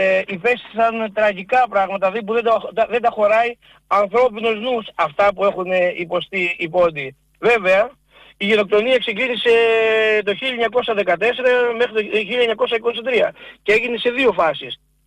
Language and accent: Greek; Pampalio, Western Greece, Greece; για 19η Μαΐου το χωριό μου τον Παμπαλιό και γενικά την Τροκαρνανία